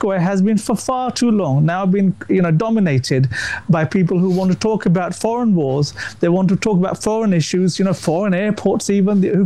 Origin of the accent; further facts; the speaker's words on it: United Kingdom; as a proud British Indian, as a British citizen